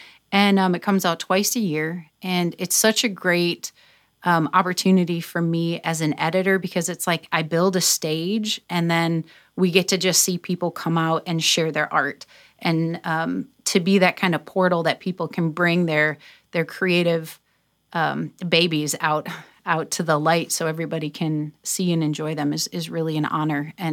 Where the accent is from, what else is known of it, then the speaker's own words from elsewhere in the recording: Toledo, Ohio, United States; moved away; I'm from Toledo, and we don't use that word.